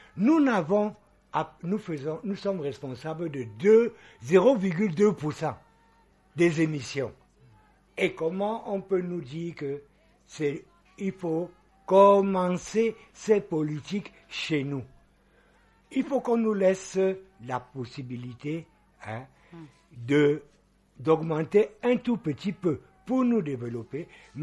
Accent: Cameroon; Je suis un Camerounais.

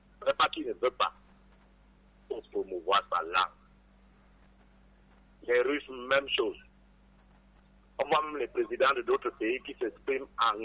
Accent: Cameroon

